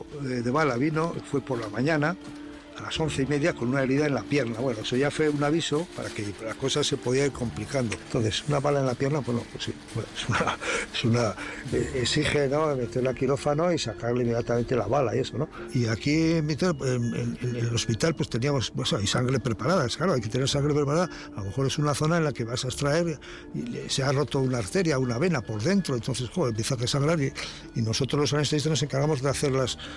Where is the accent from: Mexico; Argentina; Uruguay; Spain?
Spain; Vitoria-Gasteiz, Basque Country; born there; Soy de Vitoria, nacido en Vitoria en el año 1949.